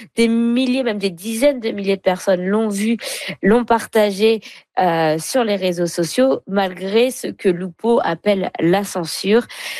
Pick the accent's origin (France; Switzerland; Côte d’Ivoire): France; moved away; Moi, c'est pareil. À mon accent, vous l'avez reconnu. Hein. Moi, j'ai grandi en France